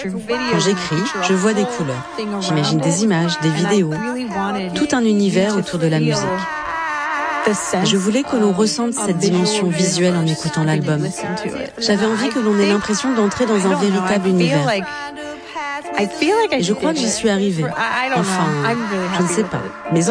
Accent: Florida, United States; Et puis, en grandissant en Floride, le reggae faisait aussi partie du paysage. J'habitais près de la plage et cette musique était partout autour de moi.

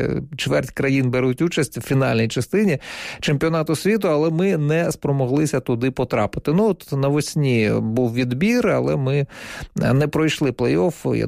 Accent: Donetsk, Donetsk Oblast, Ukraine; Я з Донецька, тому, друзі, я думаю, що ви навіть з однієї спроби можете вгадати, за яку футбольну команду я все життя вболіваю.

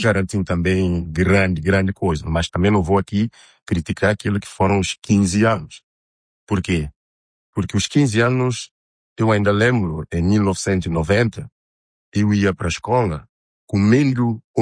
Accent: São Tomé & Príncipe; Eu, enquanto santomense, eu, enquanto jovem

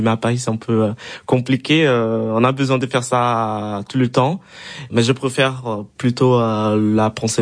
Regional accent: Brazil; Et à ce moment-là, je me suis dit, ok, c'est pour moi en tant que Brésilien, c'est un peu bizarre.

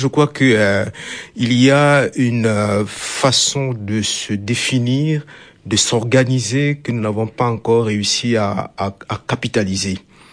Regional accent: Centre, Cameroon; first language Nugunu; French is a second language; Certains sont écrits dans ma langue natale, le Nougounou, qui est parlé dans une partie du centre du Cameroun.

